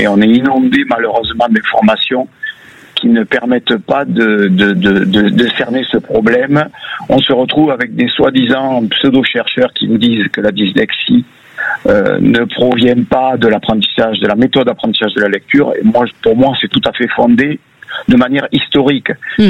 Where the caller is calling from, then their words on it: Sommières, Occitanie, France; je vous appelle de Sommières, dans le Gard.